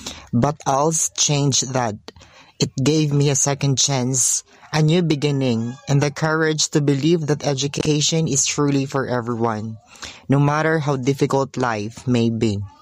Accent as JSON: {"language": "English", "town": "Ilog", "region": "Western Visayas", "country": "Philippines", "tie": "born or raised there", "second_language": "English", "said": "Growing up in Sitio San Ramon, Barangay Manalad, Ilog Negros Occidental, life was never easy. My family is poor, and my parents do not have stable work."}